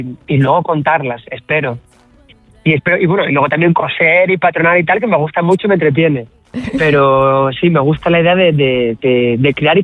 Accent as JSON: {"language": "Spanish", "region": "Asturias", "country": "Spain", "said": "Yo soy de Barrer para Casa y Asturias me inspira mucho, mi familia me inspira mucho. Tengo colecciones inspiradas en la mitología asturiana, en los colores de mi pueblo, de la naturaleza."}